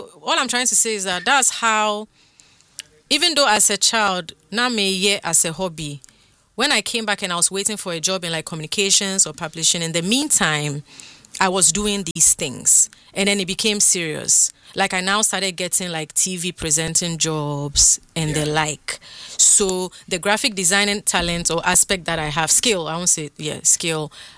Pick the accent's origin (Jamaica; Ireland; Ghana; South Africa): Ghana; moved away; growing up in Ghana in the 80s and 90s